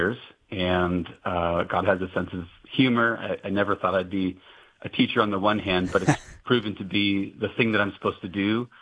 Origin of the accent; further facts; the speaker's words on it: Washington, United States; born there; also born or lived in northwestern Iowa; now in Seattle, United States; I was born outside of in northwestern Iowa, and then my mom was from Whidbey Island out here, and my grandpa was in the Navy. So my dad moved out to Washington State, and so I was kind of born in Iowa, but raised in Washington State. Did a number of years, about 16, 17 years in the Midwest, in Illinois